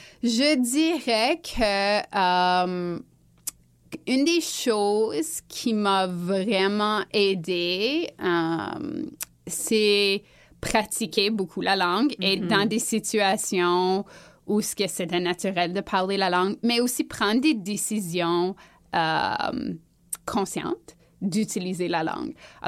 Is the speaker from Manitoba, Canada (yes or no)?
yes; Manitoba, Canada; accent: Manitoban; comme au Manitoba, j'ai un accent manitobain.